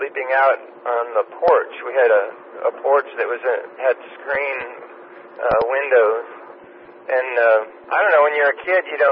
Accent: Chicago, Illinois, United States; now in Austin, United States; I grew up in the Chicago area

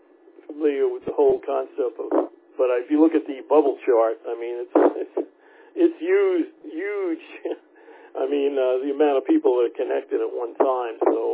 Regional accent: Long Island, New York, United States; accent: Long Island; moved away; I'm originally from New York area. Well, my accent, Long Island

